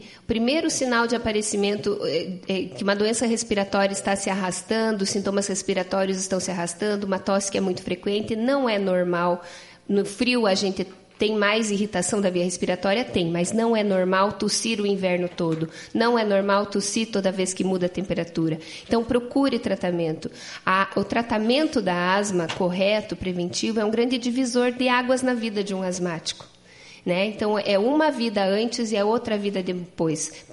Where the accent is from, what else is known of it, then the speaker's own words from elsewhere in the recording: Castro, Paraná, Brazil; born there; Eu sou nascida em Castro.